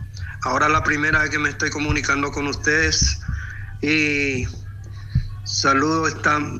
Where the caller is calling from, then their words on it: Ñemby, Central, Paraguay; Estamos escuchando de aquí, de Ñembe, Pañú, barrio Pañú de Ñembe.